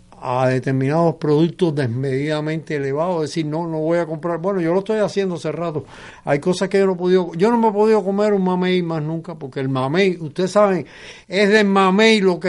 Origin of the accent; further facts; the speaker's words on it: Cuba